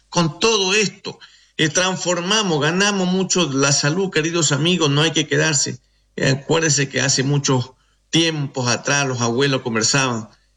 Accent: Ecuador; now in Uruguay; Mi casa aquí en la República Oriental del Uruguay. Trabajo con mi nombre como ecuatoriano que soy. Orgulloso de estar en su país, uruguayo.

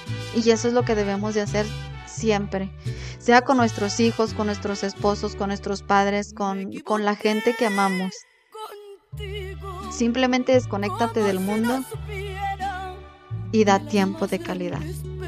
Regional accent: Chihuahua, Mexico; como dice mi nombre, yo soy de Chihuahua.

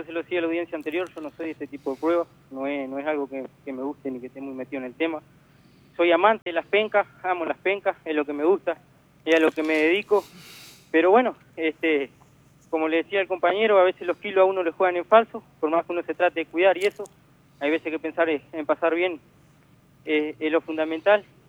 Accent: Fraile Muerto, Cerro Largo, Uruguay; now in Melo, Uruguay; Yo soy de Fraile Muerto, estoy viviendo en Melo, pero soy radicado de Fraile Muerto.

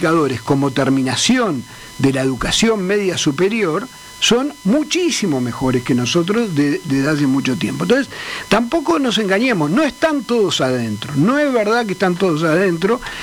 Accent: Uruguay

